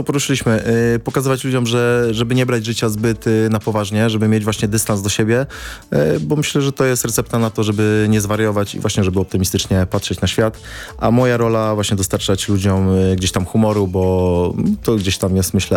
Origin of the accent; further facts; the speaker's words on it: Pomeranian Voivodeship, Poland; born there; Ja też jestem urodzony na Kaszubach. Jakby wiele wakacji spędzałem tam na wiosce w Kaszubach